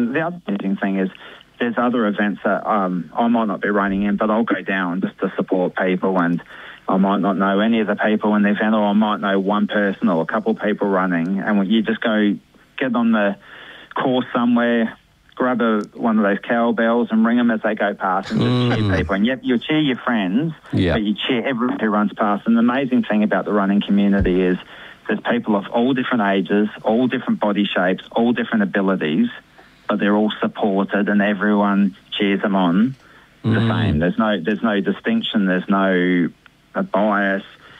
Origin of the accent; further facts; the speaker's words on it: Lobethal, South Australia, Australia; also born or lived in Mallala, South Australia; now in Surf Coast, Australia; I grew up in South Australia. Junior football in Lobethal, a town up in the Adelaide Hills